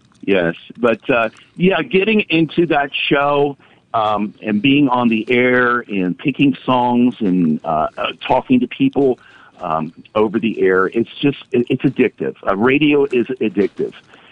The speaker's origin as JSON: {"language": "English", "town": "Cincinnati", "region": "Ohio", "country": "United States", "tie": "born or raised there", "said": "I grew up in Cincinnati"}